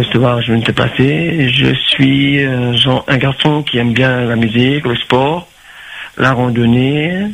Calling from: Saint-Denis, Réunion; je suis de Saint-Denis.

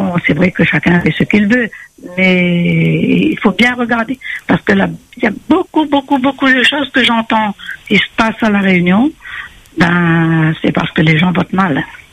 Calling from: France

